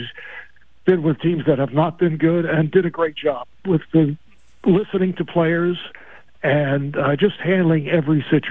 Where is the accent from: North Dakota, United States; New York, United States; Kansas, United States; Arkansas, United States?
New York, United States; Being a New Yorker, you would get a kick out of this.